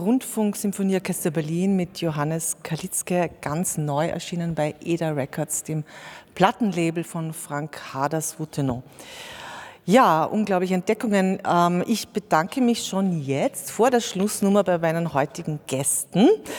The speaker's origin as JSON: {"language": "German", "region": "Vorarlberg", "country": "Austria", "tie": "born or raised there", "said": "Wir stammen beide nämlich aus Vorarlberg"}